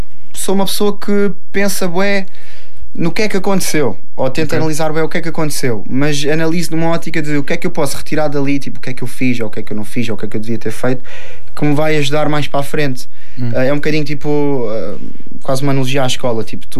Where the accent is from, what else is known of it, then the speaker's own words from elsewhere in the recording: Algarve, Portugal; accent: Algarvian; Sou algarvio, não sou lisboeta, não sou nortenho, não sou outra coisa.